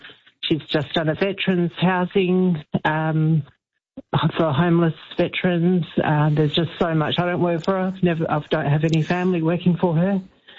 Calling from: Perth, Western Australia, Australia; I'm calling from Perth.

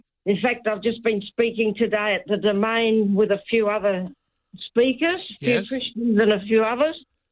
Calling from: Melbourne, Victoria, Australia; I'm from Melbourne.

